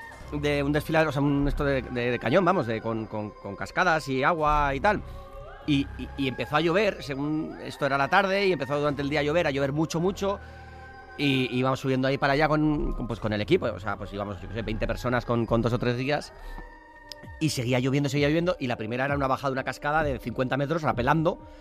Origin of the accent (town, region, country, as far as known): San Sebastián, Basque Country, Spain